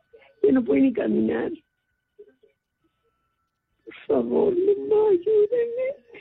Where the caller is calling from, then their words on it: Callao, Peru; Mi amor, del Callao.